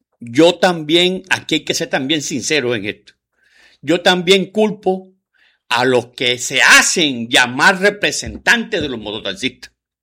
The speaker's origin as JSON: {"language": "Spanish", "country": "Venezuela", "said": "¿Usted quién es? Yo soy venezolano."}